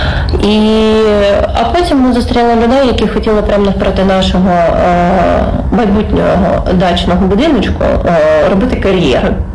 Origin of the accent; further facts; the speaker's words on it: Dnipropetrovsk Oblast, Ukraine; я з Чудової Дніпропетровщини